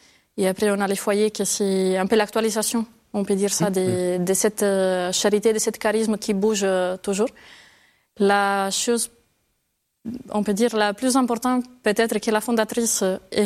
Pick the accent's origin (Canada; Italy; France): Italy; Sardinia; born there; Je suis née en Sardaigne. Mais à 18 ans, c'est le moment de choisir. Donc, je suis partie à Rome pour faire mes études à l'Université de Rome.